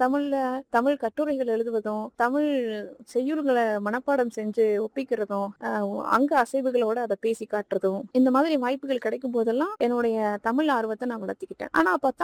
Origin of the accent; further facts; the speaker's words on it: Dindigul district, Tamil Nadu, India; நான் பிறந்து வளர்ந்தது எல்லாமே திண்டுக்கல் மாவட்டம் ஒட்டங்கத்திரம்பட்டம் ரெட்டியபட்டிங்கிற ஒரு கிராமத்துல தான். என்னுடைய குடும்பம் ஒரு விவசாய குடும்பம்